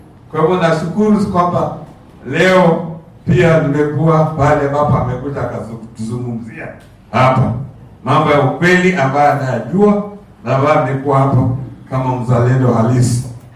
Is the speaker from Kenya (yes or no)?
yes; Kenya